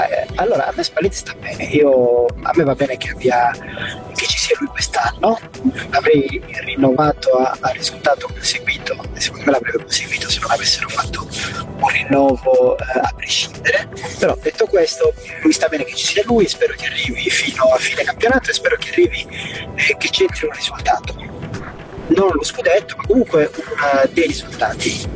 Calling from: Sardinia, Italy; dalla Sardegna.

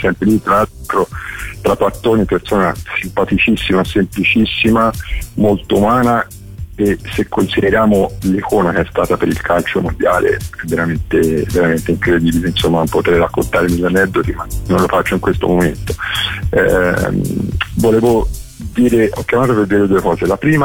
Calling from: Grosseto, Tuscany, Italy; io sono di Grosseto.

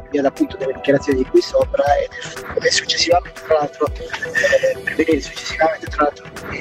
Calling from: Sardinia, Italy; Ciao, sono dalla Sardegna.

